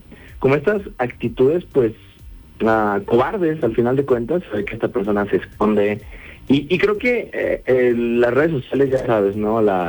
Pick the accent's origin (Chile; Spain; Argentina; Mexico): Mexico; y es que como mexicanos, bueno, no sé si es tema de nuestro país, pero de repente los festejos se nos salen de las manos